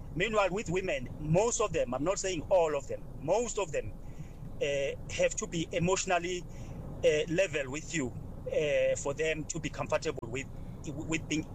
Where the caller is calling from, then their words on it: Boksburg, Gauteng, South Africa; from Boksburg in Gauteng